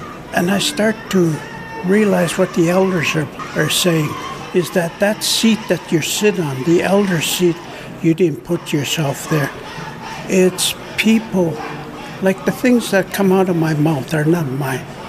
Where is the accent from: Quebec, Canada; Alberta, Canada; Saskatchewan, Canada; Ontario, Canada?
Alberta, Canada; And I'm from the Siksika Nation Reserve, formerly Blackfoot Reserve, and we're situated east of Calgary, about 60 kilometers.